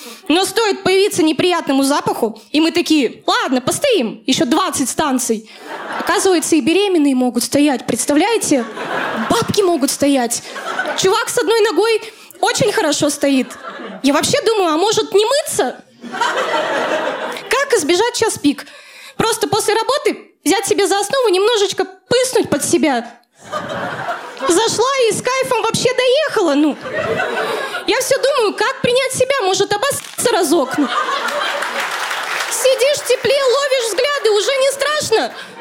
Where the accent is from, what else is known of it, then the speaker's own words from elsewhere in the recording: Saint Petersburg, Russia; now in Moscow, Russia; да, я переехала в Москву из Петербурга.